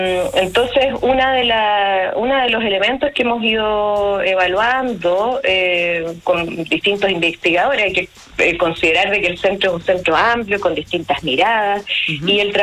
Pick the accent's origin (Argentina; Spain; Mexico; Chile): Chile; Valparaíso; yo por lo menos soy porteña, he vivido aquí.